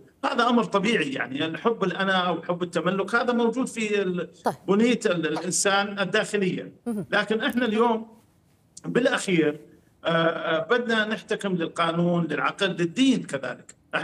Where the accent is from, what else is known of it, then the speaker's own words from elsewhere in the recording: Al-Hasakah Governorate, Syria; احنا كأبناء محافظة الحسكة وبقية المحافظات